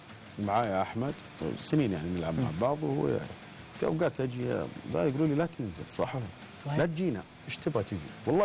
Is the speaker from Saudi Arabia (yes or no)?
yes; Saudi Arabia; إحنا كجماهير سعودية كاملة